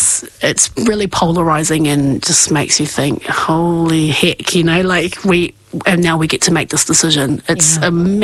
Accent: Marsden, Wellington, New Zealand; Yeah, you know, born and bred in Marsden, you know, Marsden is our town

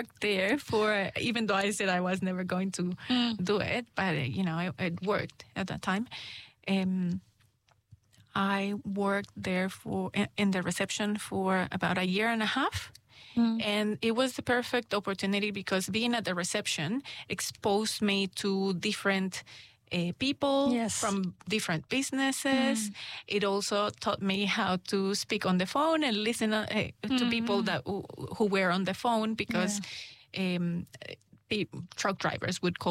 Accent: Guatemala; English is a second language; moved away as an adult

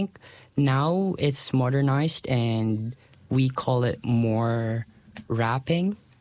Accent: Philippines; I'm a Filipino, and I'll be so proud of it.

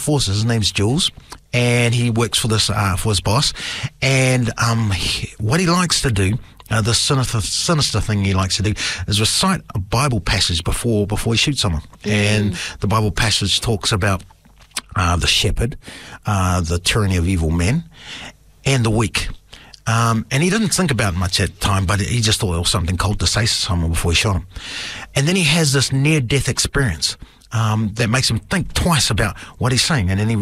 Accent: Whakatane, Bay of Plenty, New Zealand; born there; also born or lived in Matata; I was born in Whakatane.

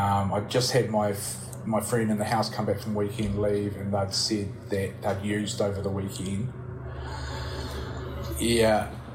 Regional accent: Timaru, Canterbury, New Zealand; I grew up in Timaru

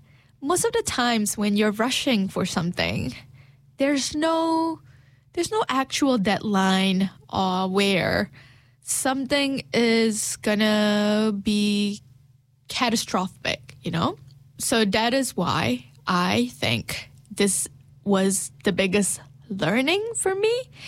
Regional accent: Malaysia; born or raised there; moved away as an adult; now in New Zealand

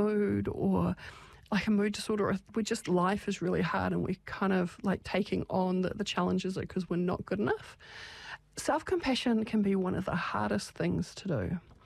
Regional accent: Australia; being Australian

